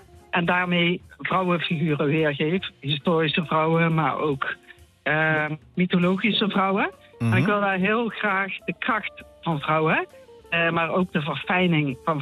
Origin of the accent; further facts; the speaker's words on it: Limburg, Netherlands; accent: Limburg; En het loopt door Limburg, zoals je misschien hebt gehoord. En mijn accent ook.